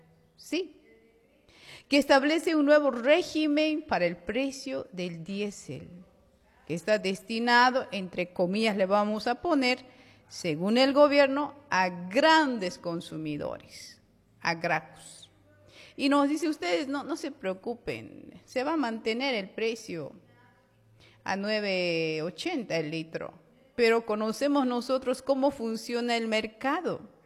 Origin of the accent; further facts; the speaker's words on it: Bolivia; los bolivianos y bolivianas nos hemos despertado con un agua helada